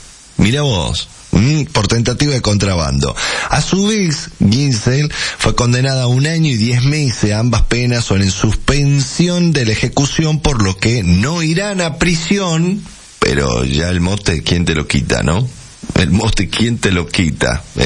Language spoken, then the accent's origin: Spanish; Argentina; no como la Argentina, que por cada paso que damos hay consecuencia.